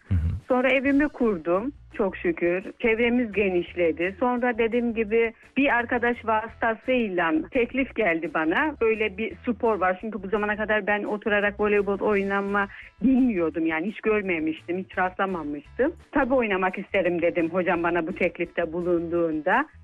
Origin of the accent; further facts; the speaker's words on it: Trabzon, Turkey; moved away as an adult; also born or lived in Samsun / Kahramanmaraş; 38 yaşındayım. Trabzon'da doğdum, büyüdüm. Üniversite hayatımıza Samsun'da devam ettik ve ondan sonra iş hayatına atıldık. Birçok illerde çalıştım, optisyendim. Evlendikten sonra Kahramanmaraş'a yerleştim. 2011'de evlendim.